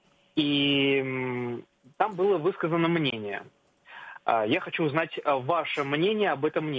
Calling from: Moscow, Russia; Я из Москвы.

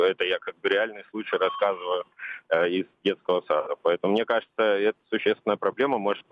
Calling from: Saint Petersburg, Russia; Санкт-Петербург, ваш постоянный слушатель.

